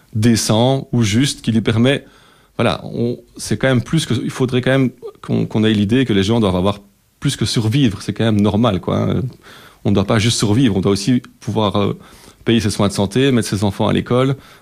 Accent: Belgium

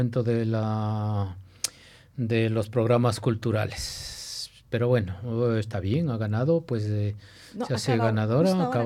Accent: Ecuador; now in Belgium; uno también tiene la carta con nacionalidad belga, pero uno sigue siendo ecuatoriano.

